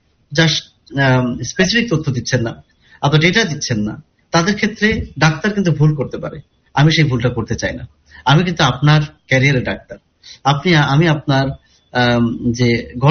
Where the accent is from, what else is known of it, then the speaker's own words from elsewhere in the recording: Kushtia, Khulna Division, Bangladesh; moved away; আমার গ্রামের বাড়ি কুষ্টিয়ার